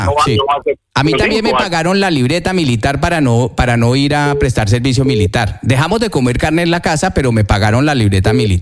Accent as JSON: {"language": "Spanish", "country": "Colombia", "said": "Yo soy colombiano igual que usted, yo no lo considero mi papá"}